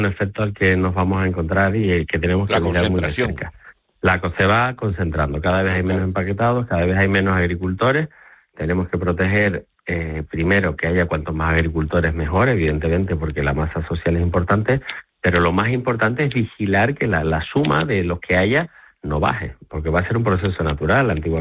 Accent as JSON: {"language": "Spanish", "town": "Los Llanos de Aridane", "region": "Canary Islands", "country": "Spain", "said": "Yo soy de los Llanos de Aridanes."}